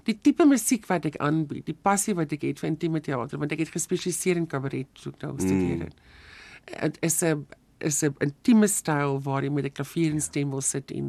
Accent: Western Cape, South Africa; ek het groot geword in die Overberg in die Weskaap in Suid-Afrika.

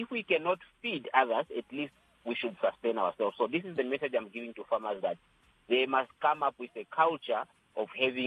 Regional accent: Katima Mulilo, Zambezi, Namibia; especially to the youth in my hometown in Katima, is to encourage them to invest in small businesses.

